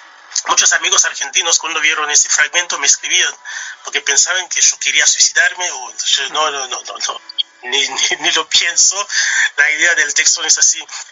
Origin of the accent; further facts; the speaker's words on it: Haiti; Muchas gracias por el espacio y gracias por tener en cuenta a lo que está pasando en mi país.